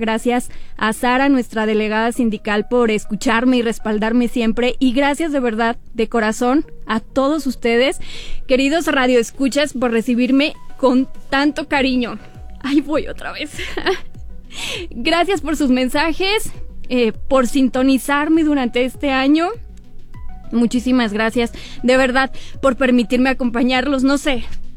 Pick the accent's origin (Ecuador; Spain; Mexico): Mexico; San Luis Potosí; born there; en la frecuencia que escuchaba desde niña, desde mi pueblo, el 95.3 FM.